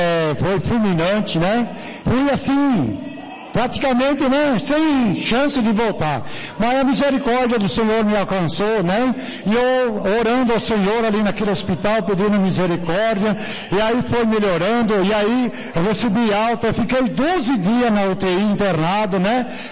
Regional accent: Jundiaí, São Paulo, Brazil; Eu sou lá da cidade de Jundiaí.

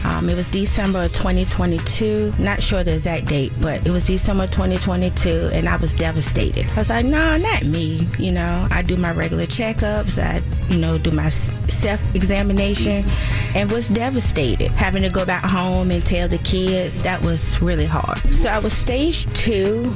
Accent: Carrollton, Virginia, United States; I'm from Carrollton, Virginia. I reside in P-Town.

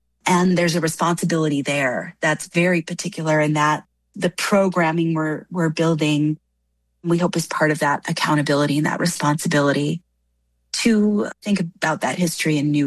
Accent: Minneapolis, Minnesota, United States; moved away as an adult; So I grew up in the Minneapolis area. I'm back in Dakota homelands, which is wonderful.

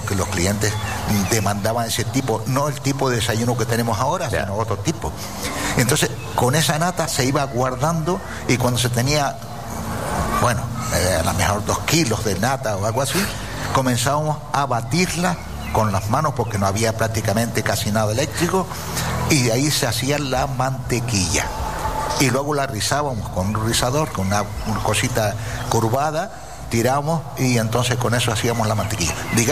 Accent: Canary Islands, Spain; born there; Pero, hombre, yo soy nacido en Gran Canaria. Pero cuando he venido aquí al sur hace 45 años, ya mi mujer me dijo, dice, de aquí yo no me muevo.

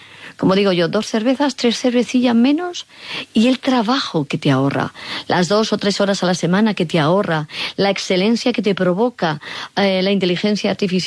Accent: Cuenca, Castilla-La Mancha, Spain; now in Madrid, Spain

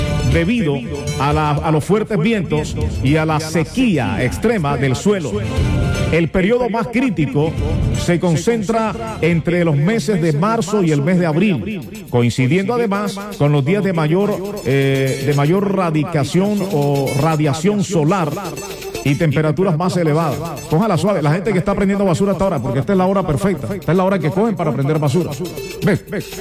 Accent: Zipacoa, Bolívar, Colombia; now in Cartagena, Colombia; Yo soy de un pueblecito por aquí, entre Santa Rosa y Villanueva, llamado Zipacoa.

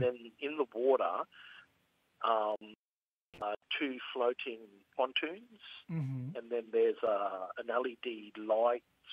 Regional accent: Queensland, Australia; also born or lived in Moa Island; Well, I grew up on First Island, family from Moa Island, up in Torres Straits.

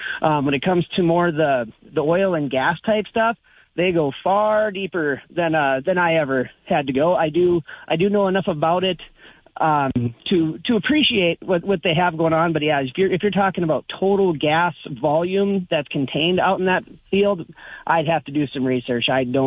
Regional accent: North Dakota, United States; Well, originally I am from the Regan-Wilton area.

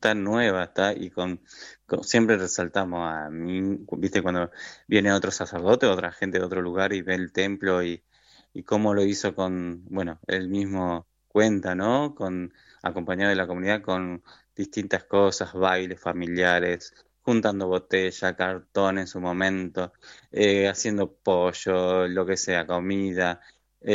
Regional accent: Pedro Luro, Buenos Aires Province, Argentina; moved away as an adult; now in Tres Arroyos, Argentina; Yo nací y me crié ahí en Pedro Luro. Así que bueno, soy del sur de la provincia.

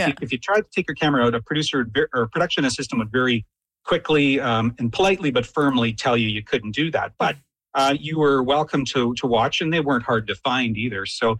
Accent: Nelson, British Columbia, Canada; born there; I remember being 10 years old and watching it in the Civic Theater in Nelson

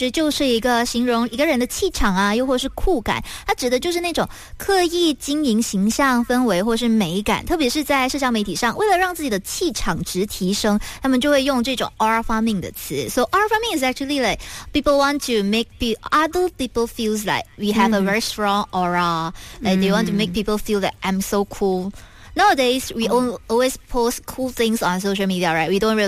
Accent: Malaysia; English is a second language; I think as a Malaysian, the abbreviation will be quite hard for us to decode because it can be a Malay and it can be an English abbreviation.

